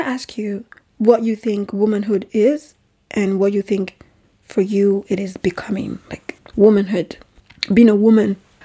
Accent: Nigeria; I think the response they expect me to give as a Nigerian girl speaking to a Nigerian man

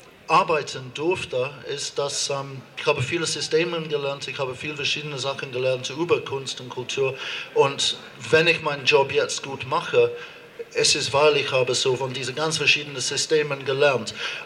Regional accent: London, United Kingdom; German is a second language; moved away as an adult; now in Germany; ich komme tatsächlich nicht aus Deutschland, ich komme aus London und ich glaube, ich bin da wirklich der einzige englische Opernintendant Deutschlands.

